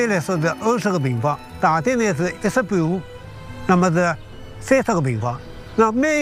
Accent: Shanghai, China

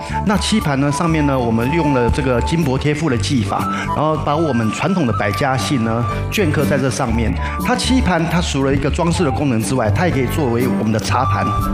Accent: Taiwan; born there; 我只是出生在台湾，我是中国人。

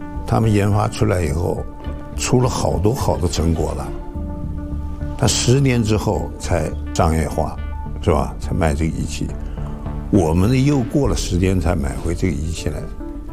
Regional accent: China; 我在澳大利亚的实验室里头，我感到我们中国人一点不笨

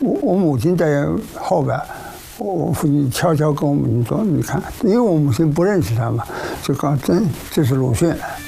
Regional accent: Guilin, Guangxi, China; born there; 按道理说，如果不打仗，我是杭州人，这一打仗我变成桂林人了。然后他们就逃难逃到桂林，我就在桂林出生。

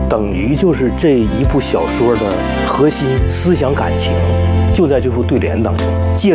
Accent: China; 我们中国人

